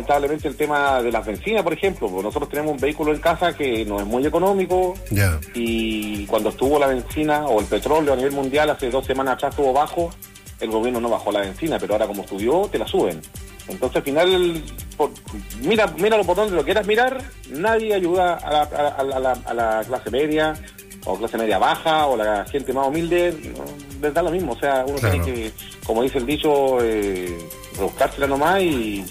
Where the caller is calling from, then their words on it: Paipote, Atacama, Chile; yo soy de acá de Paipote.